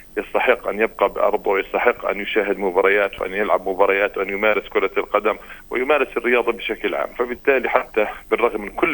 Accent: Palestine; احنا كشعب فلسطيني

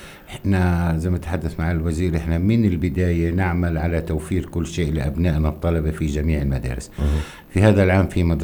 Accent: Palestine; أننا كفلسطينيين

